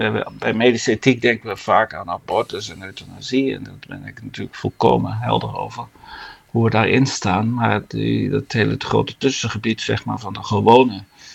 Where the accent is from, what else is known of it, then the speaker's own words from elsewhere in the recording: Netherlands; moved away as an adult; now in Flanders, Belgium; als Nederlander in Vlaanderen.